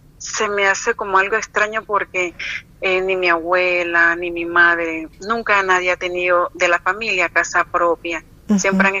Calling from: Panama City, Panamá, Panama; De Panamá, de Caledonia.

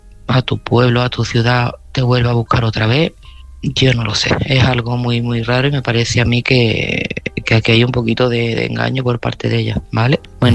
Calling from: Seville, Andalusia, Spain; de Sevilla

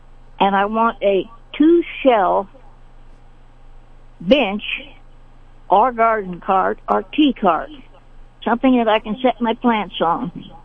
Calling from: Sedalia, Missouri, United States; I'm calling from Sedalia

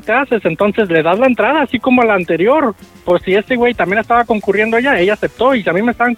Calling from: Guadalajara, Jalisco, Mexico; nosotros somos de acá de Guadalajara y estamos en Puerto Vallarta

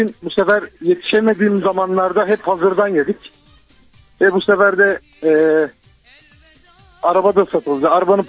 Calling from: Balıkesir, Turkey; Balıkesir'den.

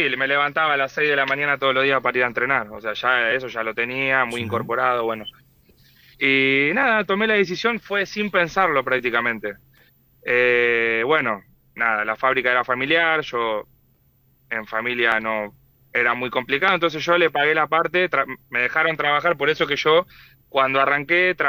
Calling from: Avellaneda, Buenos Aires Province, Argentina; Y yo jugué de muy chico en Independiente, sí, porque soy de Avellaneda.

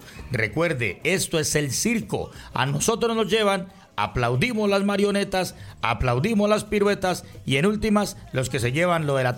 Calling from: Cali, Valle del Cauca, Colombia; como ciudadano caleño

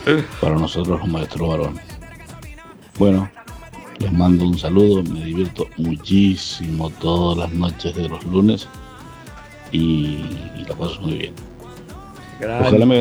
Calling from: Guaymallén, Mendoza, Argentina; Soy de Guaymallén.

